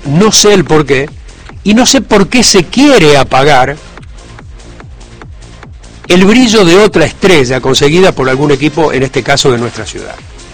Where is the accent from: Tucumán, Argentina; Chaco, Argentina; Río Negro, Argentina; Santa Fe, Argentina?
Santa Fe, Argentina; Rosario